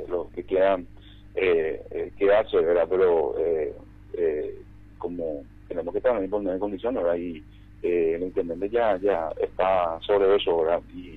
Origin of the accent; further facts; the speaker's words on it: Paraguay; Nosotros como paraguayos tenemos que ser ejemplo